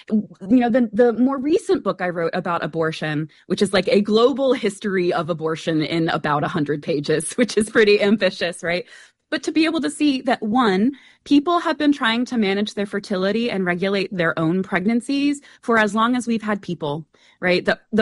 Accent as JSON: {"language": "English", "region": "Virginia", "country": "United States", "said": "Virginia, my home state"}